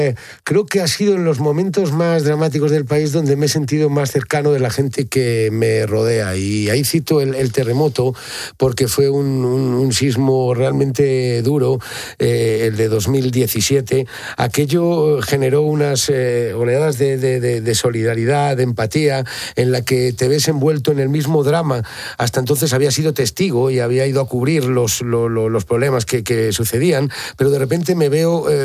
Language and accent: Spanish; Spain; moved away as an adult; also born or lived in Mexico / Latin America; Yo me consideraba y soy español 100%, por supuesto, y creía estar muy conectado a mi país.